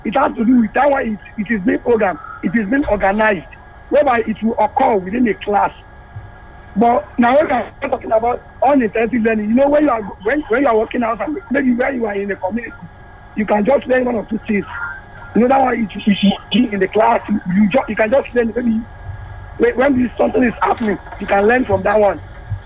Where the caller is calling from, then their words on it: Ilorin, Kwara, Nigeria; from Oloje.